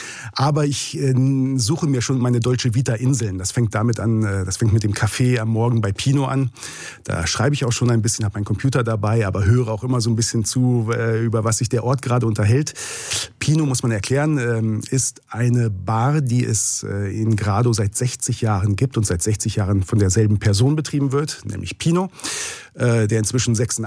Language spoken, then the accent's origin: German; Northern Germany, Germany; Sie hat aber auch diese österreichische Vergangenheit, die für mich als Norddeutscher natürlich auch genauso fremd ist.